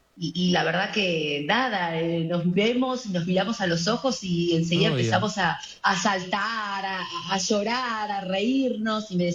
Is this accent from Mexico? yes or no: no; Argentina; somos 2 argentinas nada más